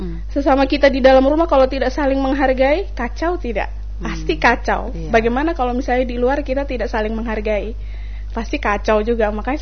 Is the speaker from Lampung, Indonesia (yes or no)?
no; Alor, East Nusa Tenggara, Indonesia; Karena memang di Alor itu, saya kebetulan dari Alor. Di Alor itu kami bahkan dalam satu rumah itu banyak agamanya.